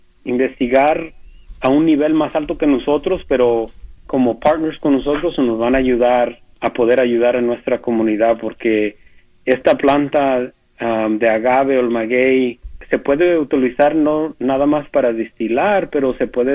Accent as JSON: {"language": "Spanish", "country": "Mexico", "said": "como yo, como mexicano, me da mucho orgullo"}